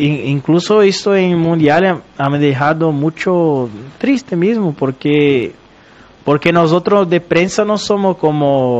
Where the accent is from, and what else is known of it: Brazil; Spanish is a second language